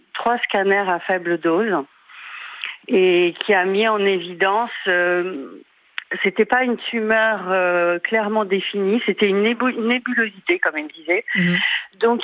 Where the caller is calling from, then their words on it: Brittany, France; je suis bretonne.